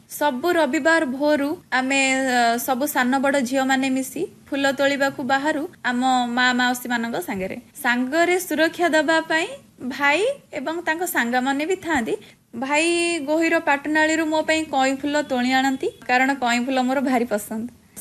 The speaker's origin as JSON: {"language": "Odia", "town": "Kendrapara", "region": "Odisha", "country": "India", "tie": "born or raised there", "lives_now": "Tamando, India", "said": "ମୁଁ ଭୁବନେଶ୍ୱର ପାଖ ଟମାଣ୍ଡରେ ରୁହେ। ମୋର ନେଟିଭ ପ୍ଲେସ୍ ହେଉଛି କେନ୍ଦ୍ରାପଡ଼ା।"}